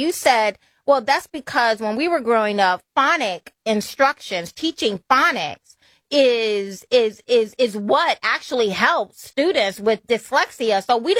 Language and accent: English; Alabama, United States; And I grew up on a pig farm in southern Alabama in the very deep and rural south of Alabama.